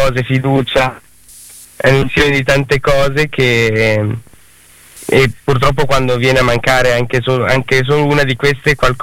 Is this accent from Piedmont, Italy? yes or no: no; Bologna, Emilia-Romagna, Italy; Io sono di Bologna.